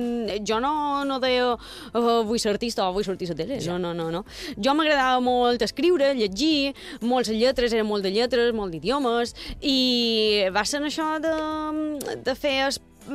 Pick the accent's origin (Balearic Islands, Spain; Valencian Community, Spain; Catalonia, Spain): Balearic Islands, Spain; Palma; Sol contestar que sóc de Palma, però ja per les renyades que m'endui. Jo sóc de Sant Ferriol, tota la vida he viscut a Sant Ferriol. I és de Sant Ferriol, pensam que Sant Ferriol és un poble.